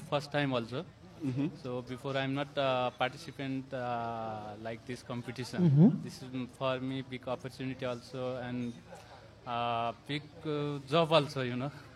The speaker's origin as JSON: {"language": "English", "country": "Nepal", "second_language": "English", "moved": "as an adult", "lives_now": "Seychelles", "said": "Basically, I'm from Nepal."}